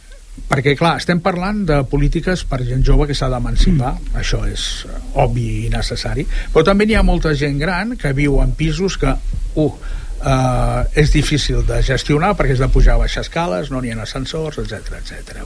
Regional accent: Barcelona, Catalonia, Spain; now in Sant Boi de Llobregat, Spain; jo com a barceloní que fa uns anys, ja força anys que estic, que em considero ja un santboià més, no?

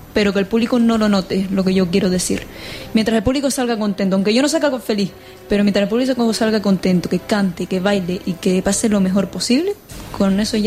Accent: Vecindario, Canary Islands, Spain; born there; en mi pueblo, en vecindario.

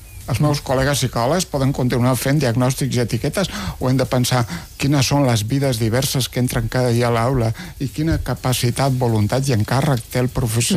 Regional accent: Catalonia, Spain; sóc un adolescent del Baix Llobregat de 79 anys.

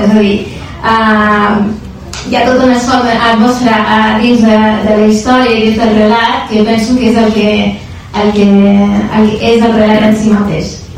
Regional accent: Barcelona, Catalonia, Spain; Jo soc de Nou Barris, que és de l'Extrarradio

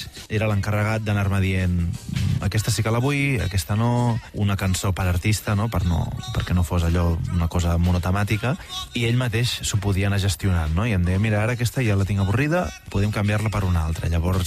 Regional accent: Vilanova i la Geltrú, Catalonia, Spain; com que som de la comarca del Garraf i jo sóc de Vilanova

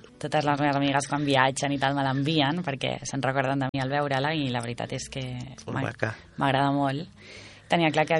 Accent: Sant Quirze del Vallès, Catalonia, Spain; Jo soc de les Fonts de Sant Quirze i realment no, allà a les Fonts és un barri molt petit.

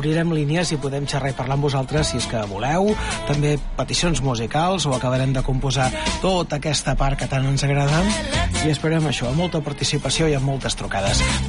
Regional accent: Cubelles, Catalonia, Spain; jo de petita a Cubelles es feia

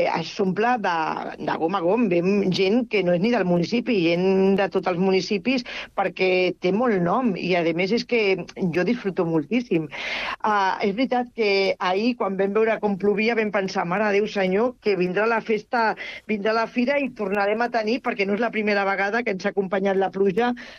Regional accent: Catalonia, Spain; és el dia de Catalunya, jo sóc catalana, i per tant també és compatible que sóc espanyola

